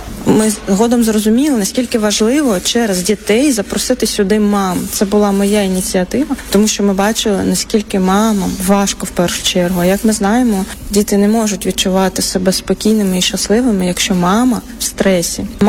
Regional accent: Dnipro, Dnipropetrovsk Oblast, Ukraine; moved away as an adult; now in Moldova; приїхала з України у 22-му році. Я сама з Дніпра, з центру України, але через війну вимушена була приїхати сюди.

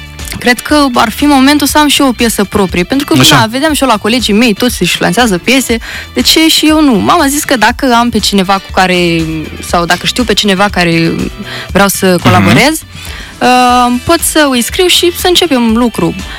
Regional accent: Ghetlova, Orhei District, Moldova; now in Orhei, Moldova; Vin din satul Ghetlova, raionul Orhei, dar avem 3 ani, cred că, de când locuim în orașul Orhei.

